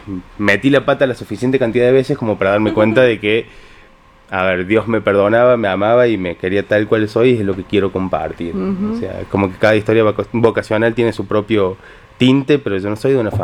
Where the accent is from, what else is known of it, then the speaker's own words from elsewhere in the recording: Córdoba, Argentina; now in Alta Gracia, Argentina; Yo soy de Córdoba Capital.